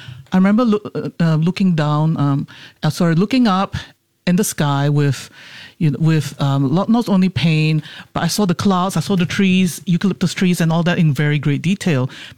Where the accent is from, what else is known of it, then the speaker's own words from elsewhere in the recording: Singapore; I mean, I grew up in Singapore, of course.